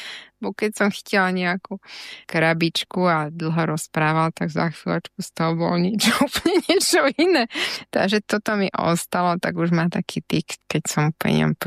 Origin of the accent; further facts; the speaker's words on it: Bratislava, Bratislava Region, Slovakia; born there; narodila som sa v Bratislave. Aj moji rodičia pochádzajú z Bratislavy.